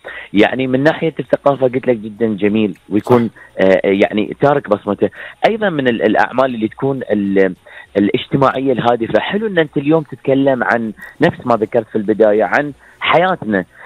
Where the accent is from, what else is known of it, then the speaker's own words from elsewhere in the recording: Bahrain; المسرح جزء من ثقافتنا احنا حتى كبحرينيين.